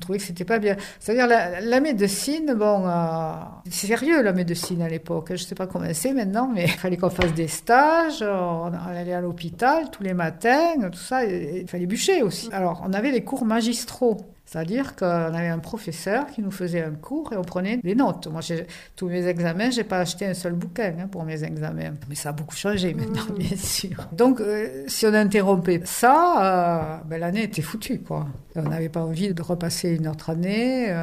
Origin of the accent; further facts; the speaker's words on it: Carcassonne, Occitanie, France; born there; also born or lived in Nîmes; C'était à Carcassonne, ça. Je suis née à Carcassonne. Et j'ai parti à Nîmes. Et ma mère s'est fait muter à Nîmes.